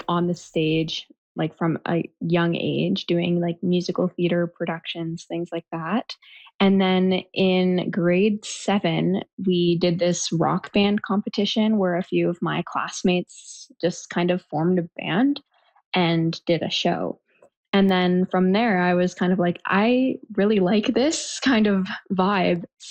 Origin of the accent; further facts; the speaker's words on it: Huntsville, Ontario, Canada; moved away as an adult; now in Sudbury, Canada; Born and raised in Huntsville.